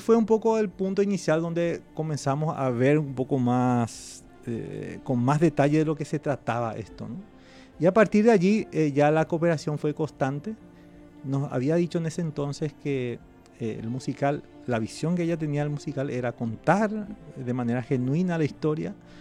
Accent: Carapeguá, Paraguarí, Paraguay; now in Asunción, Paraguay; como soy de Carapeguá, tenemos una pequeña quinta con mis padres. Me fui a Carapeguá casi un año.

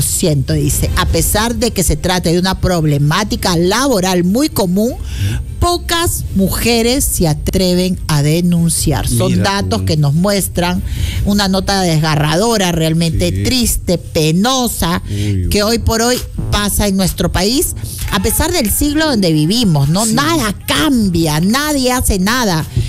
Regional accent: Peru

